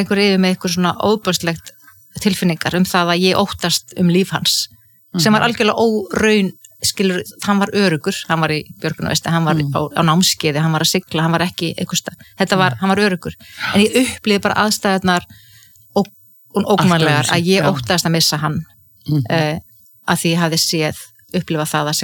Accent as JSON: {"language": "Icelandic", "town": "Ísafjörður", "region": "Westfjords", "country": "Iceland", "tie": "born or raised there", "said": "já, ég óttaðist sjóin sem kannski líka tengist því að ég alveg upp á Ísafirði þar sem voru tíu sjóslis og menn drukknuðu"}